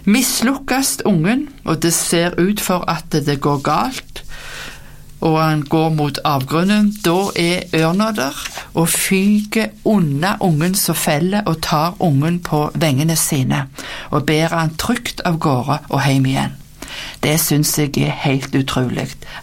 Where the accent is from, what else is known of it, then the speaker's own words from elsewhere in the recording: Rennesøy, Rogaland, Norway; jeg var på besøk på sykehjemmen hjemme på Rennesøy i Rogaland, der jeg kom ifra.